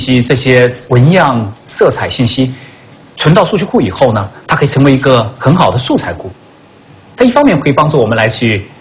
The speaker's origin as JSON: {"language": "Chinese", "town": "Jingdezhen", "region": "Jiangxi", "country": "China", "tie": "born or raised there", "said": "所以那时候觉得，哎呀，景德镇这是，哎呀，我们的家乡确实有点脏，有点乱。那个时候，说家长也好，你自己想的也好，就是逃离，哎呀，逃离离开景德镇，逃离摇曳。"}